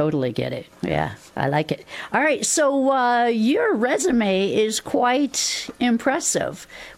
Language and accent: English; Detroit, Michigan, United States; moved away; I grew up in the Detroit area